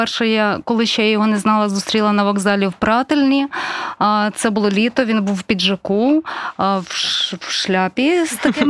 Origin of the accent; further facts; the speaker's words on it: Berdychiv, Zhytomyr Oblast, Ukraine; accent: Berdychiv dialect, surzhyk; Він сам з Коростеня, я з Бердичева. Я хочу наперед вибачитися за свій бердичівський діалект. Такий суржик, нечисто українська